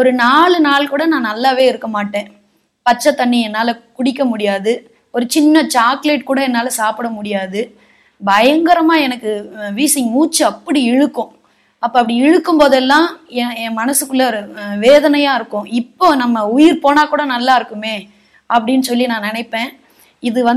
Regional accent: Gingee, Tamil Nadu, India; என்னுடைய சொந்த ஊர் வந்து செஞ்சி. செஞ்சிலிருந்து ஒரு 8 கிலோமீட்டர் உள்ள காரானந்தல் அப்படின்ற வில்லேஜ்.

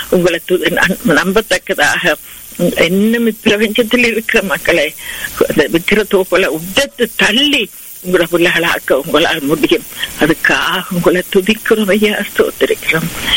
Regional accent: Sri Lanka; என்ன நாங்கள் பிறந்து வளர்ந்த தேசமாகிய இலங்கை தேசத்துக்காக அந்த அழகிய தீவுக்காக உங்களை வருகிறோம்.

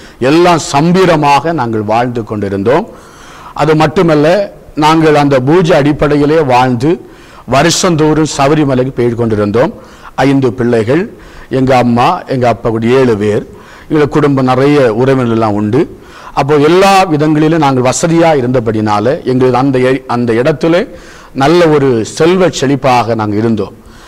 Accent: Kollancode, Tamil Nadu, India; நாங்கள் இந்து குடும்பத்திலே பிறந்து வளர்ந்தவர்கள். நான் பிறக்கும்போதே இந்து குடும்பம் கொல்லங்கோடு பகுதியிலே சிறுவைபுரம் பகுதியிலே, அந்த இடத்துல எங்களுக்கு சொந்த ஒரு கோவில் உண்டு.

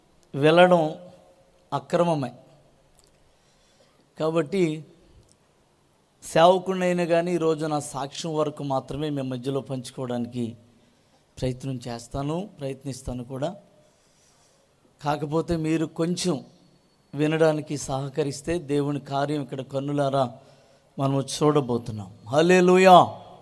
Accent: Venkatraopalem, Andhra Pradesh, India; మాది తాడేపల్లిగూడెం దగ్గర వెంకట్రావుపాలెం అని ఒక చిన్న పల్లెటూరు, ఒక పేద కుటుంబం. అలాంటి పేద కుటుంబంలో పుట్టిన నేను నా తల్లిదండ్రులకు ఆఖరి వాడిని, నలుగురు సంతానంలో ఆఖరి వాడిగా పుట్టాను.

